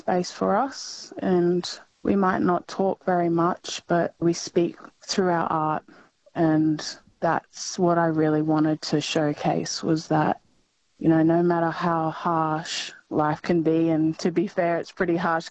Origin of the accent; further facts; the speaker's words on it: Northern Territory, Australia; I myself, I'm originally not from WA. I'm from Northeast Arnhem Land myself.